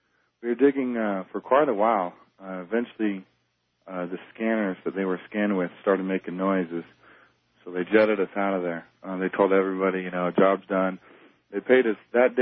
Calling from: Colorado, United States; All right, I'm here in Colorado.

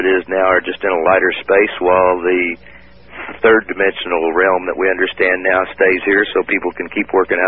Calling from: Honolulu, Hawaii, United States; from Honolulu.

